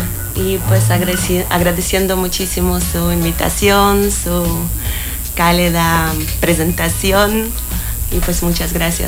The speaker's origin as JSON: {"language": "Spanish", "country": "Ukraine", "tie": "born or raised there", "moved": "yes", "lives_now": "Mexico", "said": "originaria de Ucrania, y pues llevo muchísimos años aquí en México"}